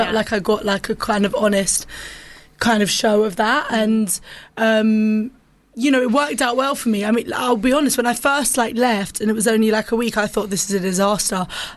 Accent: Cyprus; now in London, United Kingdom; because it's like the Middle Eastern connection, because I'm from Cyprus

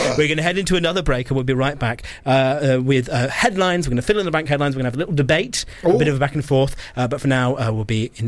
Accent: Salisbury, South West England, United Kingdom; I grew up in Salisbury.

